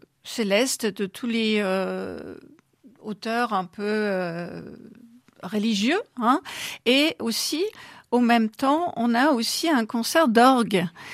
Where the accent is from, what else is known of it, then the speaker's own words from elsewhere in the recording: Bavaria, Germany; Alors, moi, je suis de la Bavière. Je suis née dans une petite bourgade à 15 km de Munich, donc très bavarois, évidemment.